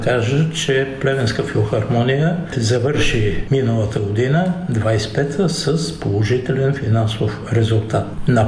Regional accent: Dupnitsa, Kyustendil Province, Bulgaria; Аз съм роден в Дупница

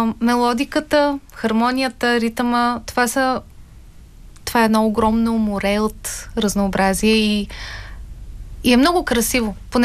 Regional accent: Razgrad, Razgrad Province, Bulgaria; moved away; моя роден град Разград

